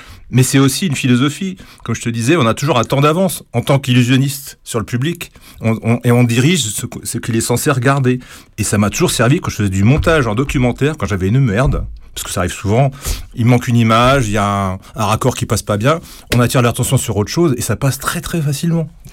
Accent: Grand Est, France; now in Paris, France; Dans le sud de l'Alsace.

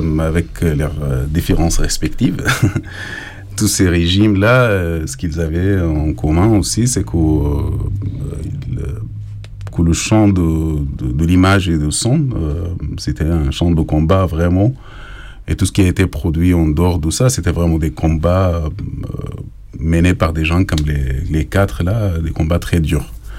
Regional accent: Sudan; moved away as an adult; Si je pense que je serais resté au Soudan, je n'allais pas du tout devenir cinéaste, c'est sûr.

